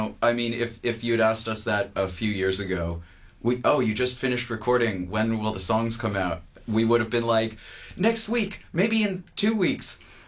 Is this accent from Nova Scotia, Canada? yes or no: yes; Dartmouth, Nova Scotia, Canada; my hometown, Dartmouth, Nova Scotia